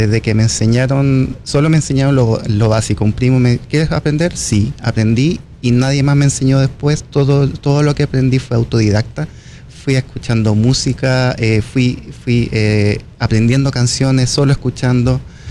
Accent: Santiago, Santiago Metropolitan Region, Chile; Estuve en varias comunas, digamos. Pero sí, o sea, Santiago es una ciudad grande.

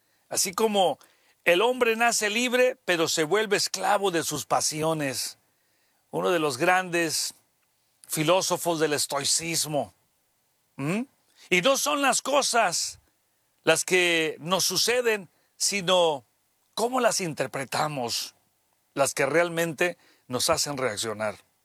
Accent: Santiago Ixcuintla, Nayarit, Mexico; born there; moved away; yo soy de Nayarit. Y qué bonito este Pic y todo Nayarit. Qué lindo es mi Santiago, lugar donde nací.

